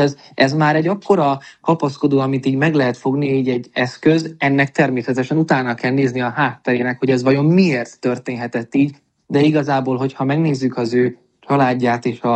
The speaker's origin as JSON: {"language": "Hungarian", "country": "Hungary", "said": "magyarok vagyunk"}